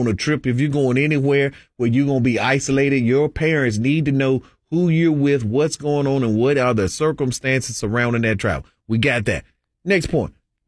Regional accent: Henderson, North Carolina, United States; It happened in my hometown in Henderson, North Carolina.

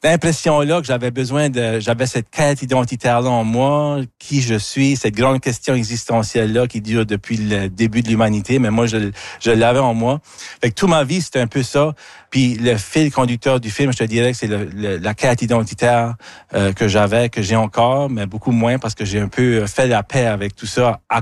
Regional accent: Acadia, Canada; je viens de l'Acadie, comme ton premier album.

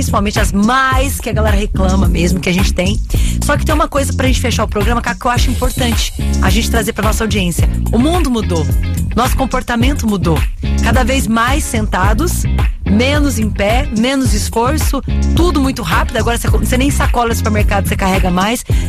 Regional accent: Minas Gerais, Brazil; Hoje, como diz em Minas Gerais, que eu sou mineira, eu ia dar nó na academia.

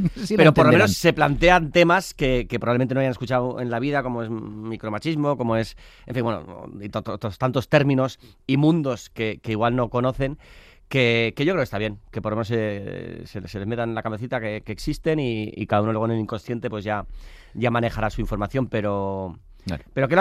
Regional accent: San Sebastián, Basque Country, Spain

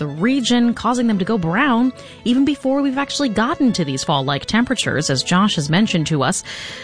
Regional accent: the South, United States; Y'all know I'm from the South.

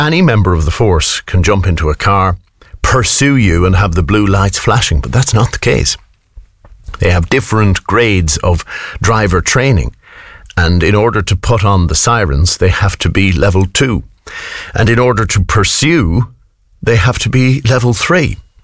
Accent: Ireland

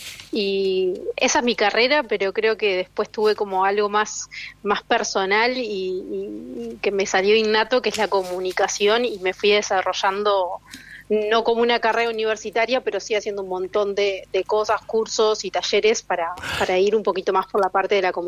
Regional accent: Uruguay

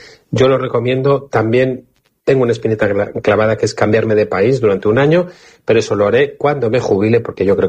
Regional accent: Palma de Mallorca, Balearic Islands, Spain; de Palma de Mallorca, de momento.

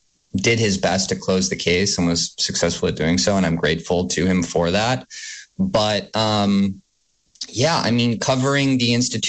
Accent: Vermont, United States; moved away as an adult; now in New York, United States; my girlfriend and I found a house in Barnet, just a few miles from where I grew up in the Northeast Kingdom. And so once she finishes graduate school, I will be moving back full time and hopefully finding some role in Vermont

